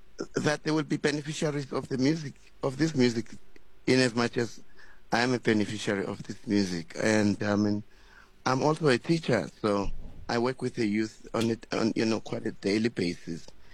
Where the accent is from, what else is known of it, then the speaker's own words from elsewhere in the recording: Limpopo, South Africa; when I was growing up in Limpopo.